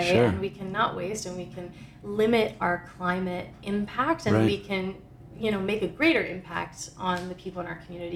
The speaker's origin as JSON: {"language": "English", "region": "Saskatchewan", "country": "Canada", "said": "I'm from Saskatchewan, guys."}